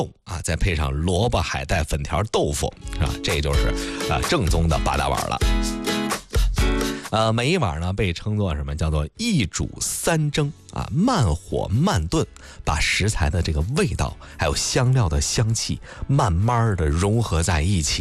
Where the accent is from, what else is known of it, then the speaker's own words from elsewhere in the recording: Hebei, China; 咱们河北人